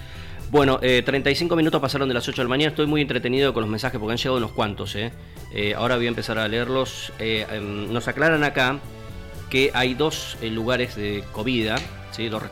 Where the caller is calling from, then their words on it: Caleta Olivia, Santa Cruz, Argentina; Un saludo … de Caleta, Olivia.